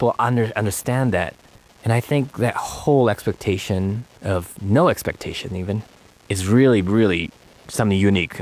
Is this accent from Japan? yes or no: yes; Kyushu, Japan; now in United States